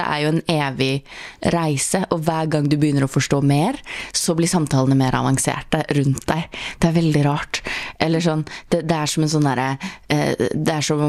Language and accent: Swedish; Southern Norway, Norway; Swedish is a second language; Som man hör så är jag från, inte engang från norsk sida av Sápmi. Jag har vuxit upp sörpå i Norge.